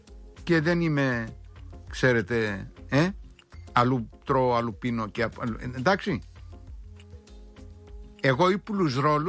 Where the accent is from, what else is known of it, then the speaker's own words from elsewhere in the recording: Crete, Greece; moved away; από το χωριό μου δίπλα περνάει το ποτάμι που καταλήγει στον κάμπο και πλημμυρίζει στο οροπέδιο.